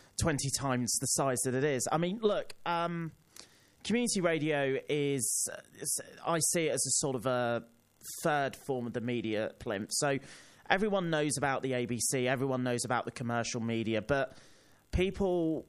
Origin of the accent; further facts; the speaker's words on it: United Kingdom; moved away as an adult; now in Sydney, Australia; So I have, as you can tell by my accent, I'm not from Australia, I'm from the UK. I came here in 2022 to do a Master of Media Practice at the University of Sydney.